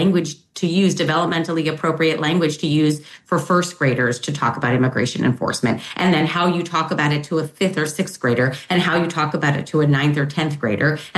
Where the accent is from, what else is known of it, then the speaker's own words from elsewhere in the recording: Connecticut, United States; Luanelli is, being in Connecticut, my home state. I'm in California, a very progressive state.